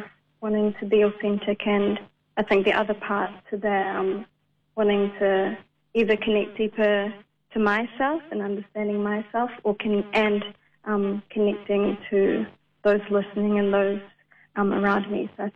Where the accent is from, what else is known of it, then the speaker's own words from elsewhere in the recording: New Zealand; as I reflect on my own experiences of being a Pacific Islander growing up in Aotearoa